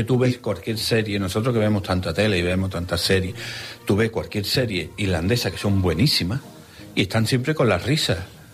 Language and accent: Spanish; Seville, Andalusia, Spain; somos sevillanos, andaluces